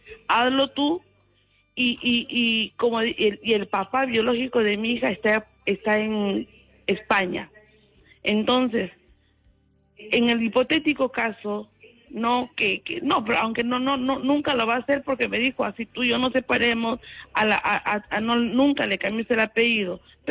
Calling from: Pacanguilla, La Libertad, Peru; Pacanguilla, que pertenece a la provincia de Chepe.

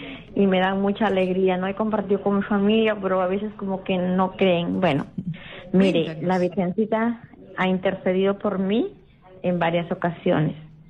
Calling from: Piura, Peru; De Piura, sí

